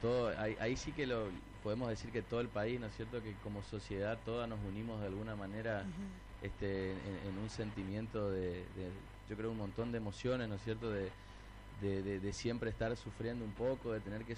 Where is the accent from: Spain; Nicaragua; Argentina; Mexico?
Argentina; orgulloso y feliz por lo que están viviendo todos nuestros compatriotas